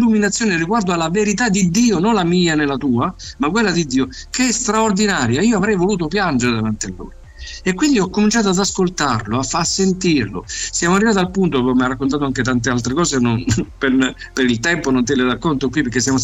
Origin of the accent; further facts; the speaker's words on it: Calabria, Italy; di fronte ad una chiesa evangelica lì nel mio paese in Calabria